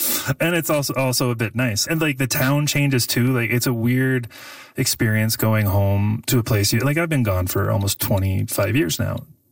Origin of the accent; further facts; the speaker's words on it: Summerside, Prince Edward Island, Canada; that sort of experience that I had growing up in Summerside isn't, like, it's not the definitive growing up Canadian experience, but it is a growing up Canadian experience.